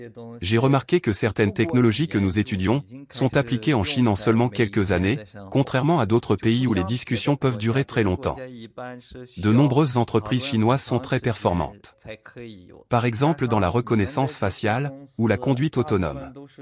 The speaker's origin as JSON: {"language": "French", "town": "Oran", "region": "Oran Province", "country": "Algeria", "moved": "as an adult", "lives_now": "Dalian, China", "said": "Je viens d'Oran, en Algérie. Comme Dalian, c'est une ville côtière."}